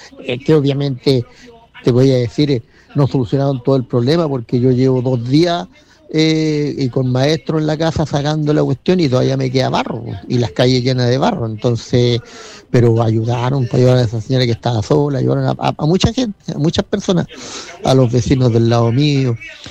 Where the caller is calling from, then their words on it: Coquimbo, Chile; acá de Puente Chico